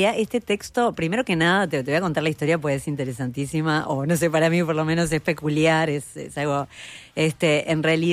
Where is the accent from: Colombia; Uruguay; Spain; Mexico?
Uruguay; soy una actriz uruguaya